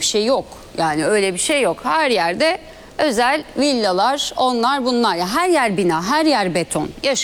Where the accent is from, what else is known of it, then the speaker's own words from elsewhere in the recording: Kuşadası, Aydın, Turkey; Çünkü ben orada büyüdüm mesela.